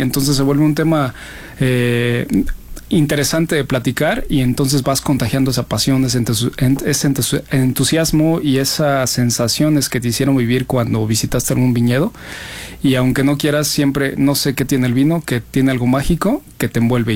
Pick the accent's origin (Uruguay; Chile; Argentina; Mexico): Mexico; somos mexicanos